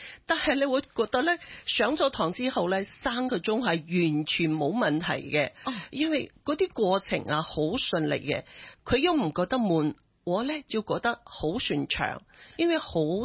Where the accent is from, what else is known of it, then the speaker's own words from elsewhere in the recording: Hong Kong; 我哋香港人